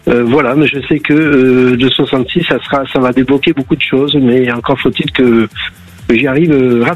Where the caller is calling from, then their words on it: Béziers, Occitanie, France; Du 34, Béziers.